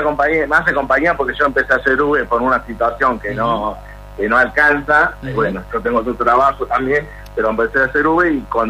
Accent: Rafael Calzada, Buenos Aires Province, Argentina; De zona sur, Almirante Brón, Rafael Calzada.

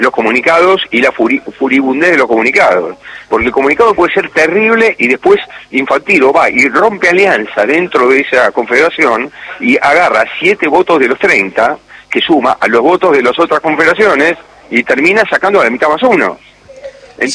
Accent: Argentina; now in Madrid, Spain; Yo soy argentino y me sentí mucho más argentino todavía con esa cosa, ¿no?

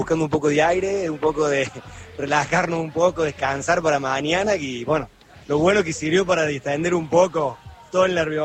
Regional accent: Córdoba, Argentina; Hola, ¿cómo andas? … de Córdoba Capital.

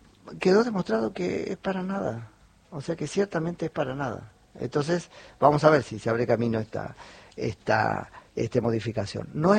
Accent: Argentina; O sea, pagamos carísimo como argentinos, independientemente de los resultados, este, el proceso electoral del año pasado.

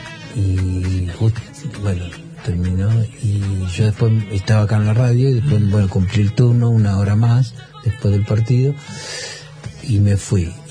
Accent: Argentina; si somos argentinos

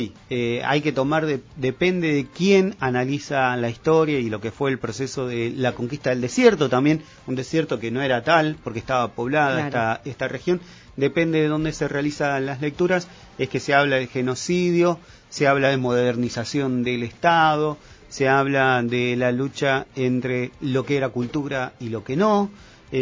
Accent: Patagonia, Argentina; nuestra Patagonia

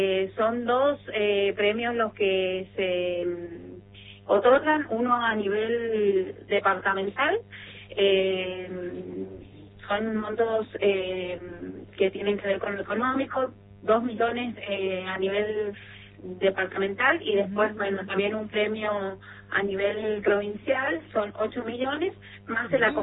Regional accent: San Juan, Argentina; nosotros los sanjuaninos

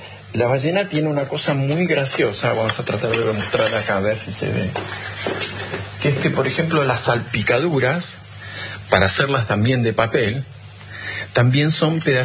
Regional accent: Bariloche, Río Negro, Argentina; entonces pasé de la escuela alemana de Bariloche, yo nací en Bariloche, a la escuela rural del Manso.

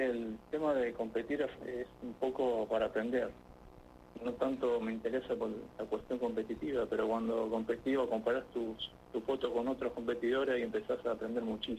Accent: Rosario, Santa Fe, Argentina; moved away as an adult; now in Puerto Madryn, Argentina; yo soy de Rosario, Santa Fe

